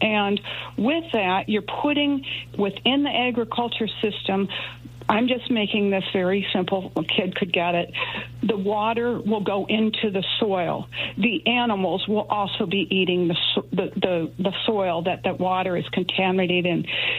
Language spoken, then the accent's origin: English; Iowa, United States; I am a former Iowan myself. I grew up in Iowa.